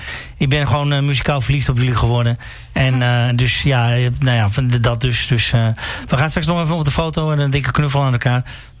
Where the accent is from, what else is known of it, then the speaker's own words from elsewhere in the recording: Heerhugowaard, North Holland, Netherlands; ik kom uit Heerdegwaard.